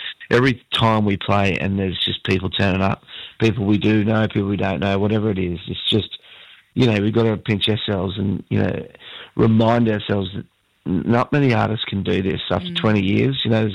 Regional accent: Rockhampton, Queensland, Australia; growing up in Rocky

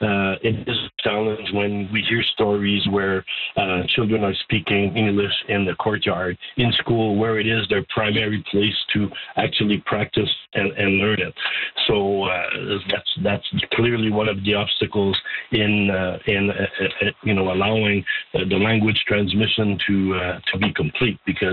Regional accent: Ontario, Canada

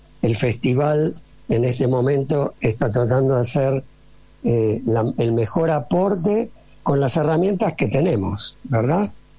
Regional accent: Argentina; now in Los Angeles, United States; Soy argentino

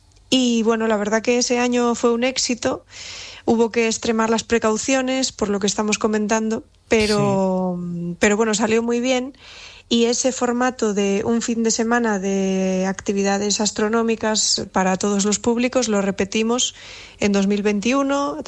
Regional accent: Allande, Asturias, Spain; born there; por el cielo de mi tierra, por el cielo de Allende

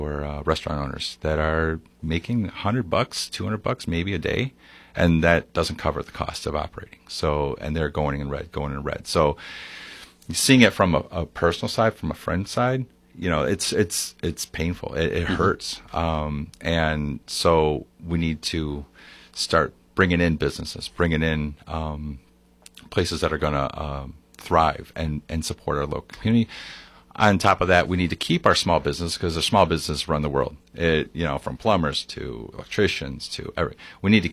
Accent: Sandwich, Illinois, United States; now in Yorkville, United States; Home is Yorkville. But I grew up in Sandwich, and I've been living this whole area my whole life, my family too.

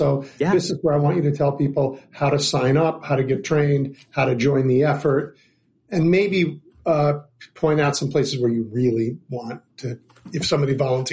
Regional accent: Chicago, Illinois, United States; I'm a Chicagoan.

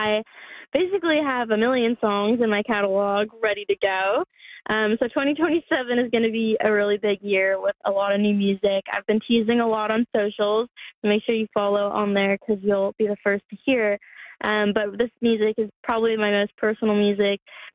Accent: Newfoundland and Labrador, Canada; And I just felt so much love for my home province and my hometown.

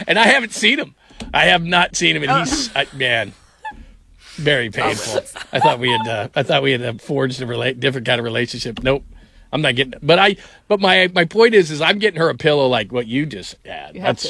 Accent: California, United States; I remember I grew up in California, and I would lay upstairs and just listen to my parents play like 60s music

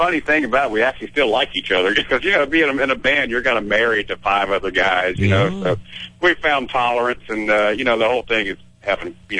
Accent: Jacksonville, Florida, United States; we came from Jacksonville, Florida, and it was a Navy town, so. When we were kids, we played sailors clubs.

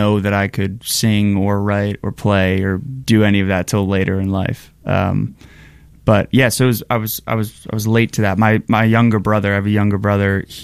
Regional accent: New Jersey, United States; I grew up, you know, 12 minutes from the beach. So I grew up surfing and I grew up lifeguarding on the Jersey Shore.

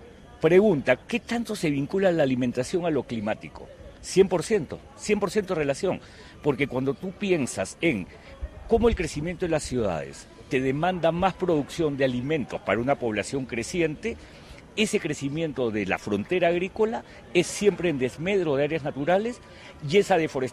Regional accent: Colombia; hay una fuerte vinculación con Colombia. Para mí Colombia es mi tierra.

